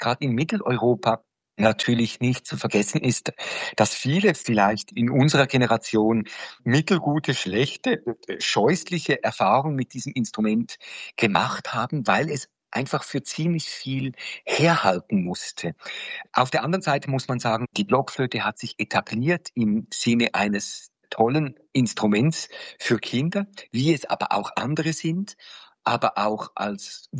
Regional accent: Switzerland; die in meinem Land, ich bin Schweizer, über 1000 Aufführungen und Workshops erlebt hat.

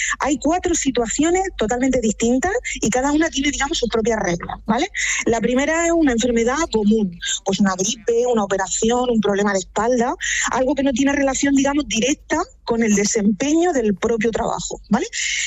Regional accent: Region of Murcia, Spain

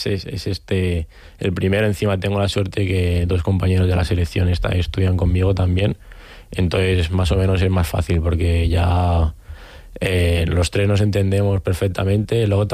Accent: Sevilla la Nueva, Community of Madrid, Spain; moved away as an adult; now in Parla, Spain; Yo ahora estoy viviendo en Parla para entrenar allí, pero yo en mi pueblo, bueno, es aquí en Madrid también, Sevilla Nueva, pero yo tengo toda mi vida allí, y mis amigos están allí

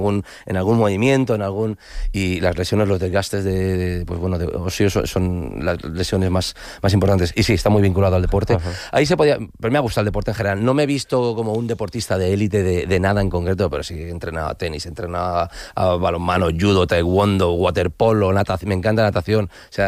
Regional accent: Valencia, Valencian Community, Spain; born there; yo vengo de Escolapios, de los escolas, escuelas pías en Valencia.

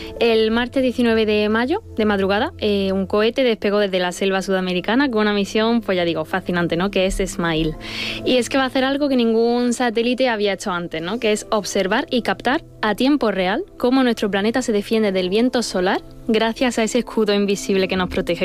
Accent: Andalusia, Spain; hasta mi tierra, hasta en Andalucía

